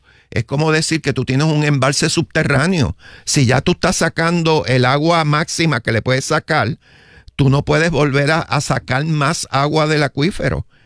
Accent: Puerto Rico; Es que yo nací y me crié aquí. Así que yo soy puertorriqueño. Lo que pasa es que mis abuelos vinieron de Suecia. Pero inclusive mi papá nació aquí.

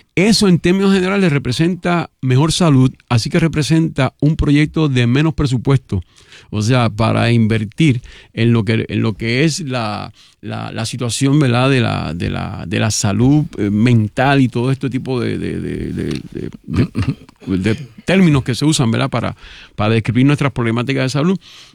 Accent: Puerto Rico; como puertorriqueños nos hace falta disfrutar la vida

